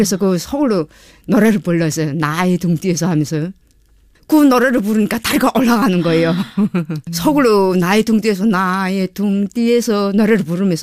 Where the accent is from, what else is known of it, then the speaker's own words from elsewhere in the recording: North Hamgyong, North Korea; moved away as an adult; also born or lived in China; now in South Korea; 북한에 저희 함북도가 고향이고